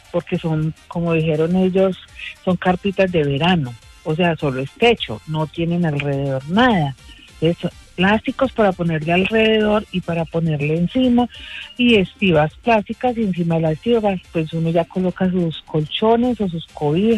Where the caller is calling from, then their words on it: Pereira, Risaralda, Colombia; te llamo desde Pereira.